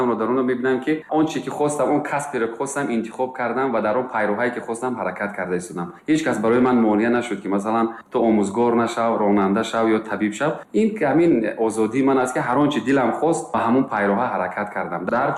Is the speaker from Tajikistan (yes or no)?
yes; Tajikistan; بله، رضایت از اون دارم که من خوشبختانه تاجیکم و در این وطن زندگی میکنم، صاحب وطنم، صاحب زبانم، فرهنگم، تاریخم.